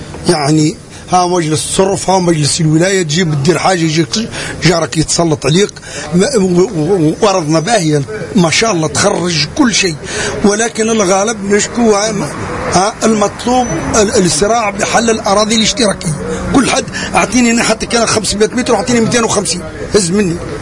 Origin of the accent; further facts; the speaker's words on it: Tunisia; moved away as an adult; now in France; ضحينا 40 ولا 45 عام في فرنسا والحمد لله خذينا لروتريت ونحبوا ماذا بينا في بلادنا